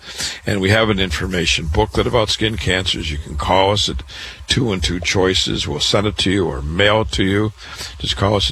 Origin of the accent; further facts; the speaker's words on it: Waterloo, Iowa, United States; I was born in Waterloo, Iowa. I went to public school there, university, medical school